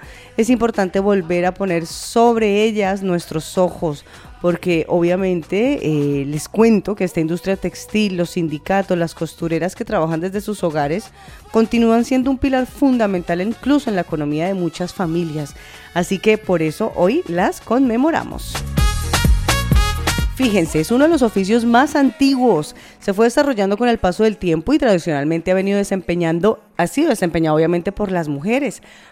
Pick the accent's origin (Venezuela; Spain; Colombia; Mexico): Colombia; en mi tierra, en Colombia